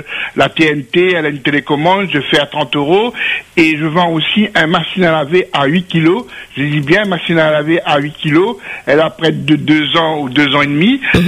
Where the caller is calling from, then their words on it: Saint-Pierre, Réunion; alors moi je suis sur Saint-Pierre, hein.